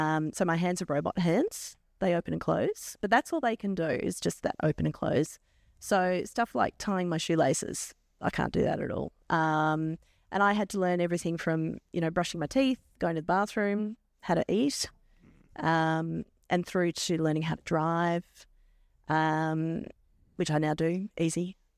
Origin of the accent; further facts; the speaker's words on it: Melbourne, Victoria, Australia; now in Kilmore, Australia; So I grew up in Melbourne. I am the youngest of four kids. I've got two older brothers and an older sister.